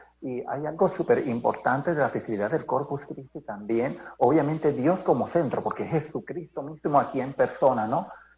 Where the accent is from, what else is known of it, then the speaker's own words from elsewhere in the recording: Las Cruces, Los Santos, Panama; de donde soy oriundo, Las Cruces